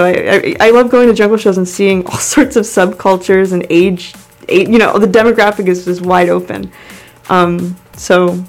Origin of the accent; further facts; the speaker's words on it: Florida, United States; born there; moved away; also born or lived in Ozone Park, Queens, New York; I'm Guyanese and Puerto Rican, so that really is a combination that can only happen here. I grew up between here and Florida, so I'd spend all my summers in New York, and I went to school in Florida